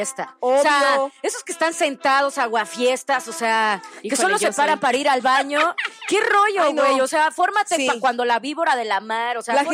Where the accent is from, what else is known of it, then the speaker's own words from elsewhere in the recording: Mexico; imagínate si tuviéramos todavía el mundial encima, no sé qué sería de nosotros como